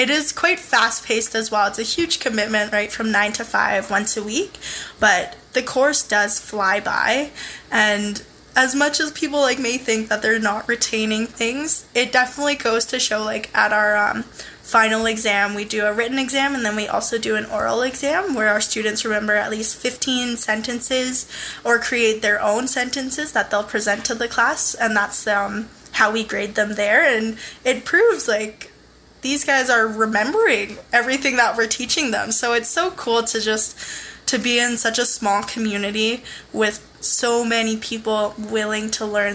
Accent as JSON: {"language": "English", "town": "Burwash Landing", "region": "Yukon", "country": "Canada", "tie": "born or raised there", "also_born_or_lived": "Whitehorse, Yukon", "said": "My home is in Kluwani Lake Country in Burwash Landing, Yukon Territory. I was born up here in Whitehorse, Yukon, and moved back to Burwash in 2010 and have pretty much lived in the Yukon ever since. I graduated in Whitehorse in 2019"}